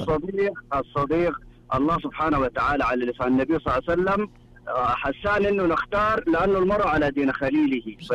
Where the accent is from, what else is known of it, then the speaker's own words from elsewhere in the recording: Sudan; now in Medina, Saudi Arabia; سوداني من المدينة المنورة.